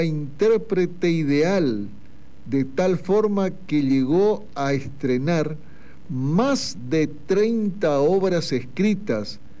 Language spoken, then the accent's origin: Spanish; Argentina